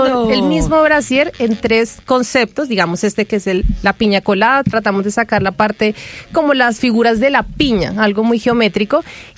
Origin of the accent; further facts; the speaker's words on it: Colombia; como acá colombiano le decimos